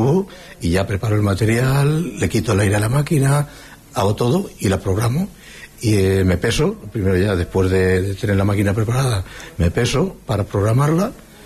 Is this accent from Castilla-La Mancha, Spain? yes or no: yes; Socuéllamos, Castilla-La Mancha, Spain; Yo soy de Sogüellamos.